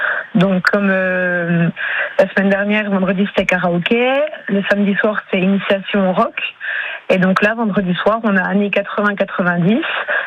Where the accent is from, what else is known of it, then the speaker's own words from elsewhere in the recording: Pontarlier, Bourgogne-Franche-Comté, France; Tout à fait. En fait, je suis plus du Haut-Doubs, moi, de Pontarlier.